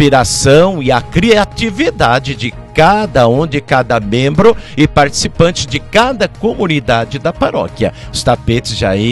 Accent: Bom Sucesso de Itararé, São Paulo, Brazil; now in Itararé, Brazil; sou nascido no bairro de Tembé, Bom Sucesso de Tararé. Porque quando eu nasci, claro, eu pertenci a Itararé, sou itararense, mas no momento sou Bom Sucessense, sou nascido em Bom Sucesso de Itararé.

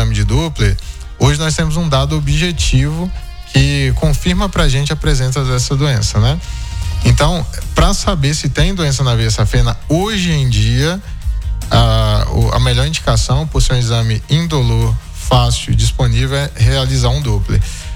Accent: Bahia, Brazil; Eu sou da Bahia, a gente falou isso da última vez, né? De uma região muito fria.

